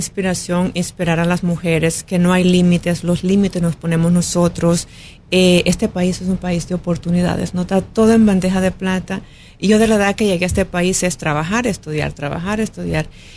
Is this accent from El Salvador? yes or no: yes; La Unión, El Salvador; moved away; Allá estudié hasta el tercer grado